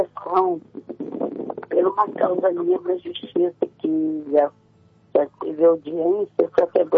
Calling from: Itaboraí, Rio de Janeiro, Brazil; Eu falo de Itaboraí, Rio de Janeiro.

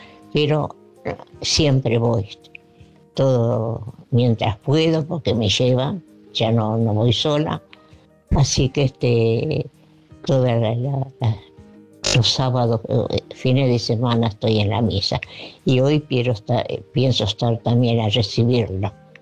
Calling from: Merlo, Buenos Aires Province, Argentina; Buen día, Oscarcito. … de Merlo.

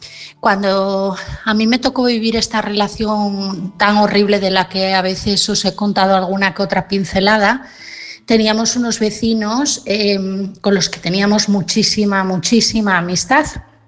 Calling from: Asturias, Spain; de Asturias.

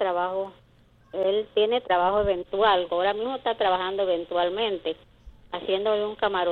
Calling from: San Miguelito, Panamá, Panama; De aquí del Valle San Isidro, de Torrijos Carter.

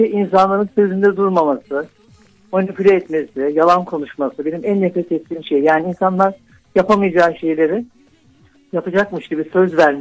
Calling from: Antalya, Turkey; Antalya'dan arıyorum.

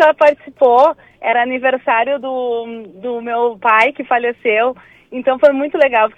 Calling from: Porto Alegre, Rio Grande do Sul, Brazil; Tô ligando de Porto Alegre

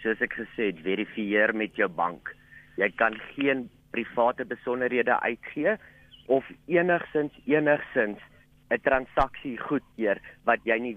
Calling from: Germiston, Gauteng, South Africa; Ek is van Jimiston in die Oosrand

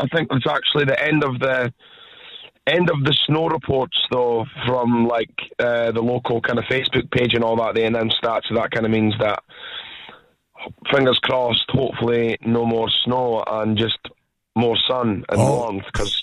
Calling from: Wanaka, Otago, New Zealand; I'm calling from Wanaka, mate.

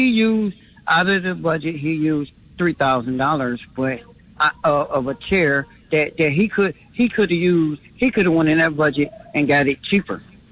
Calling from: Cleveland, Ohio, United States; we are in Cleveland

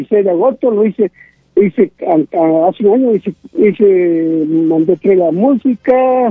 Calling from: Putla Villa de Guerrero, Oaxaca, Mexico; Putla de Guerrero, Oaxaca.

